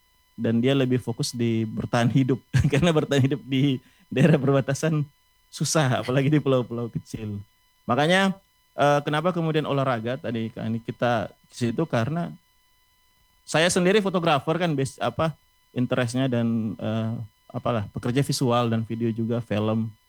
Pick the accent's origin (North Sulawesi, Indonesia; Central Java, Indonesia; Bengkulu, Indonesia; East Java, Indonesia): North Sulawesi, Indonesia; Lenganeng; di kampung saya Lenganeng